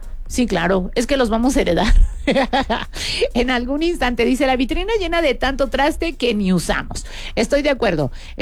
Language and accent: Spanish; Mexico